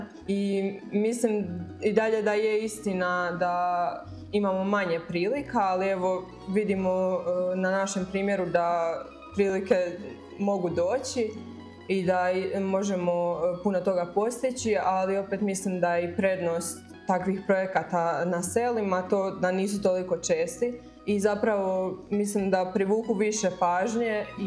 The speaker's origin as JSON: {"language": "Croatian", "country": "Croatia", "tie": "born or raised there", "said": "ta ljubav prema odvorcima, jer to je i moj rodni kraj"}